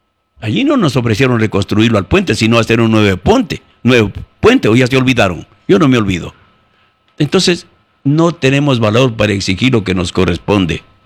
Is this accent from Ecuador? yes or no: yes; Ecuador; Están ausentes de nuestros principios, de nuestra ética y de nuestra moral como ecuatorianos.